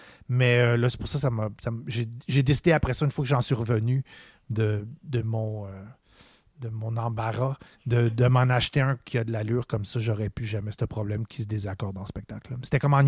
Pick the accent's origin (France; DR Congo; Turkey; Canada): Turkey; Ouais, c'est ça. Je suis turc. Donc, je l'ai acheté au bazar en Turquie